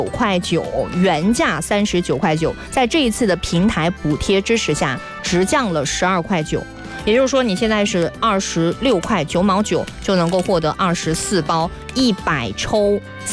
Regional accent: Guangdong, China; 咱们广东人还好一点，爱吃鱼虾、蟹

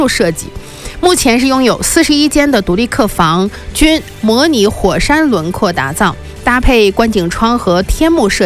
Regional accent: Inner Mongolia, China; 但是相对我们土生土长的当地人来说，还是觉得夏天去感受会可能更好。

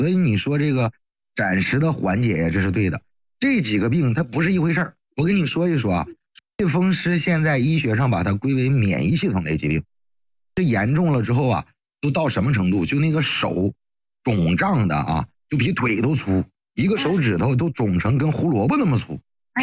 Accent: Northeast China, China

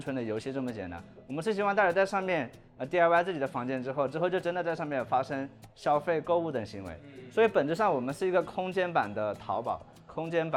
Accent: Hunan, China; moved away as an adult; also born or lived in Nanjing / Italy / United Kingdom / United States; 就我也是个湖南人，我从小也是看汪老师的这个《天天向上》这些，后面就去南京读书，然后去意大利、去英国、去美国读博，然后后面是博士辍学回来。

